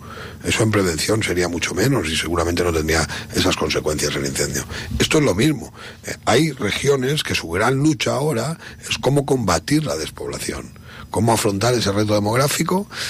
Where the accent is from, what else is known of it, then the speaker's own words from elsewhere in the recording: Valencian Community, Spain; como alicantinos o alicantinas, habitemos donde habitemos en España